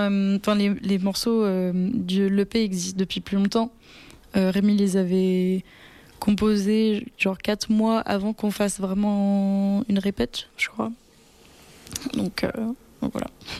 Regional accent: Nouvelle-Aquitaine, France; moi, j'ai grandi en Charente, pas, où il n'y avait pas la mer, du coup, mais de la très belle campagne.

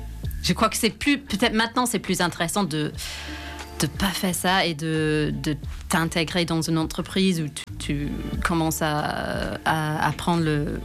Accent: Hertford, East of England, United Kingdom; moved away; also born or lived in London; Donc, je suis de Londres. Bah, non, c'est pas vrai. Je viens de juste au nord de Londres, juste en dehors, une petite ville qui s'appelle Hartford. Mais j'ai fait mes études à Londres.

